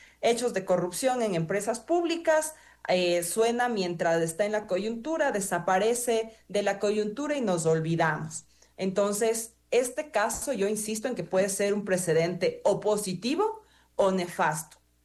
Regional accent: Ecuador; todos nosotros como ecuatorianos

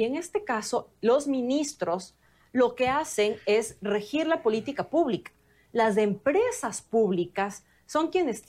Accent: Ecuador; no podemos seguir como ecuatorianos pretendiendo

